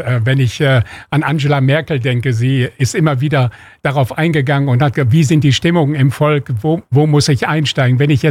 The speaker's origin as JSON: {"language": "German", "region": "Berlin", "country": "Germany", "said": "Ich bin Berliner, ich habe Angst vor den Wahlen in Berlin, weil ich nicht weiß, was da kommt."}